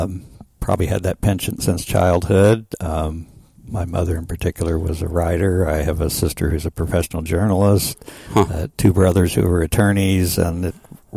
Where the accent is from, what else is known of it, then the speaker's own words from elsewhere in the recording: Oklahoma City, Oklahoma, United States; moved away as an adult; also born or lived in Nebraska / Kansas; now in Temple, Texas, United States; No, I grew up in Oklahoma City, actually.